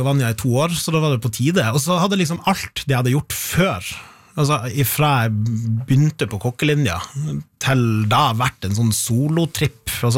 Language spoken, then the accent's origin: Norwegian; Sigerfjord, Nordland, Norway; Og da flytta liksom to av sønnen til Sigefjorden der jeg er fra, tok med seg blant annet det huset jeg bor